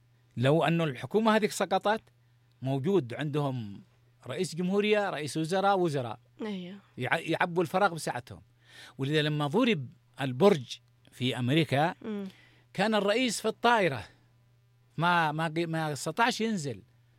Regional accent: Yemen

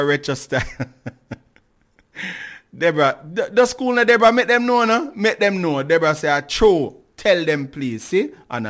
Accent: Jamaica; That's how we as Jamaican, man, stay.

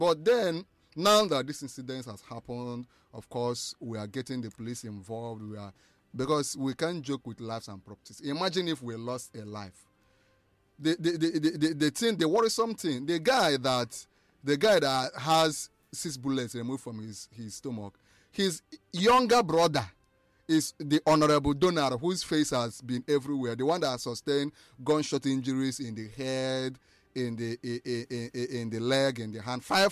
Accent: Nigeria; as a Nigerian citizen, we are free to move around.

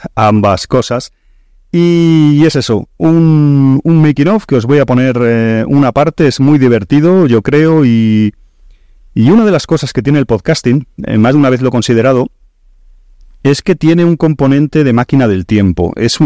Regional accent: Barcelona, Catalonia, Spain; yo vengo de Barcelona con mucha humedad y todo eso, y aunque estoy viviendo entre Barcelona con la familia un poco... Pues entre dos tierras estoy en mi nueva casa

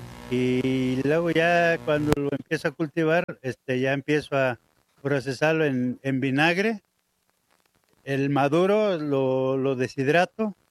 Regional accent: Tamasopo, San Luis Potosí, Mexico; Yo vengo del municipio de Tamasopo, San Luis Potosí, a presentar mi producto.

